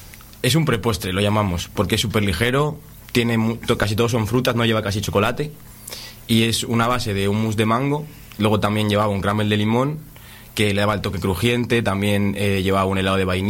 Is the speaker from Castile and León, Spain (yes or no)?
yes; Ávila, Castile and León, Spain; now in Castro Urdiales, Spain; soy de Ávila.